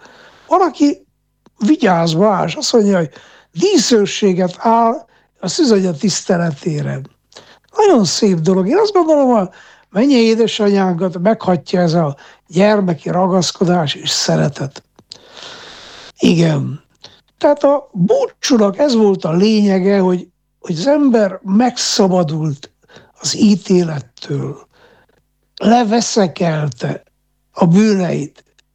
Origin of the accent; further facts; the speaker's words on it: Miercurea Ciuc, Harghita, Romania; én Csíkszeredában nőttem fel